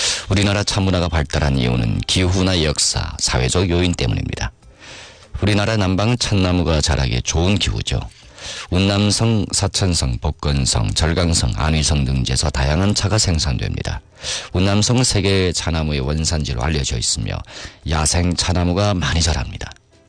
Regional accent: Yanbian, Jilin, China; 사실 우린 연변 지역에 살다 보니까

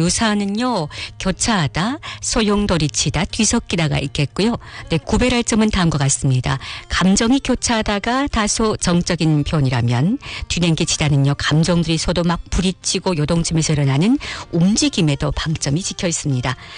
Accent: Hunchun, Jilin, China; born or raised there; moved away

